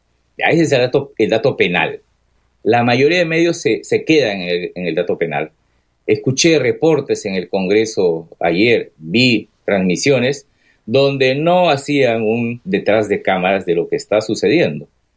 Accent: Peru; en el quechua de mi tierra, del centro del país

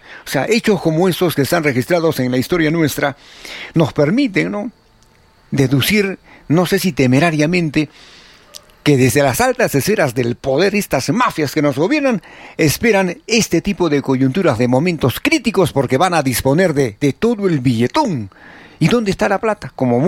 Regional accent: Arequipa, Peru; Allí los que votaron por Keiko, aquí, allí los peruanos y como arequipeños igual, ¿no?

